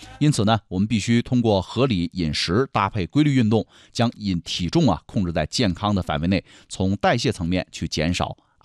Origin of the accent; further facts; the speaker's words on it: Yunnan, China; 很多朋友说咱们云南人又开始吃绿化带了啊